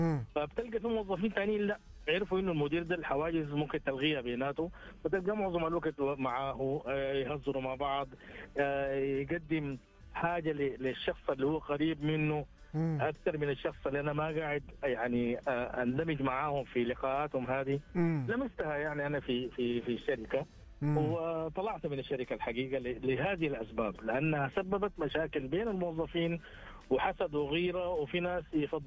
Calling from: Riyadh, Riyadh Province, Saudi Arabia; من الرياض.

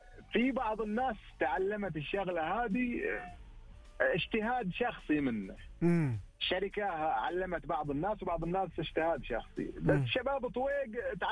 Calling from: Eastern Province, Saudi Arabia; من المنطقه الشرقيه.

